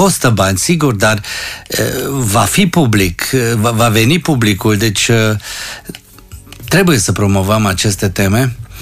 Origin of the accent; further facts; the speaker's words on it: Timișoara, Timiș County, Romania; iubesc orașul meu natal, Timișoara